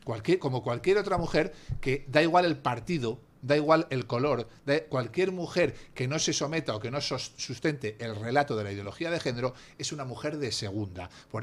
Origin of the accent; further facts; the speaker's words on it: Asturias, Spain; yo soy asturiano